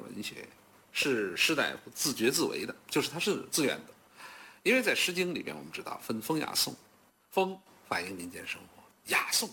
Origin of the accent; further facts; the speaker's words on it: China; 它在很多方面就表现了那个时代我们中国人对生活的理解是什么样子